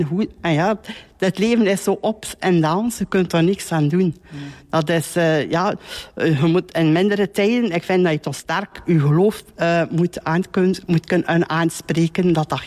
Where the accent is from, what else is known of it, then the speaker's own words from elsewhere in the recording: Moorslede, Flanders, Belgium; born there; Ik ben hier geboren in Moorsleden en die vroeger het rusthuis is in Moorsleden.